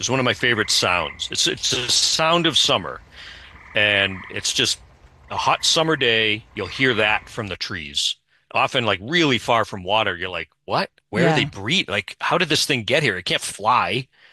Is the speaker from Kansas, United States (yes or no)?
no; Brockton, Massachusetts, United States; I'm from Brockton.